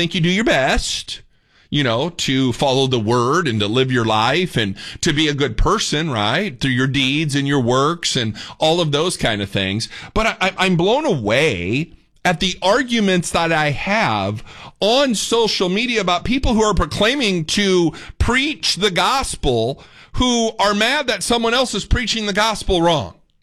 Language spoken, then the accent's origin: English; Indiana, United States; now in Texas, United States; I moved down here from Indiana. Y'all know I'm a Yankee. They have basements up north.